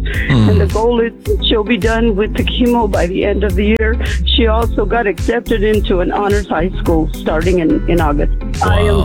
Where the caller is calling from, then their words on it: Youngstown, Arizona, United States; I am calling from Youngstown, Arizona.